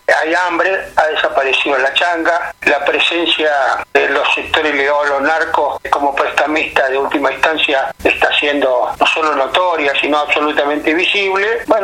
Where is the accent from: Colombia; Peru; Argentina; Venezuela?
Argentina; me fui un tiempito, muy cortito, estuve fuera del país en Montevideo, en la casa de unos primos de mi viejo, volví y ingresé por La Pampa